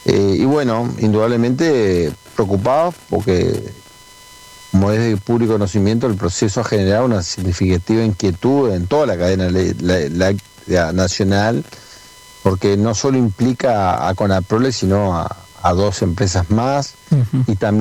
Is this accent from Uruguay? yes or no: yes; Uruguay